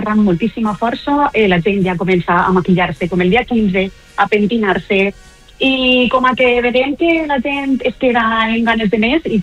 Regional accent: El Verger, Valencian Community, Spain

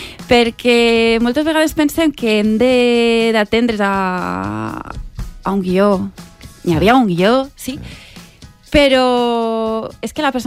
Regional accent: Alcoy, Valencian Community, Spain; un camí que es gastava per a transportar el peix de la costa cap a l'interior, i arribem al Coi, al meu poble.

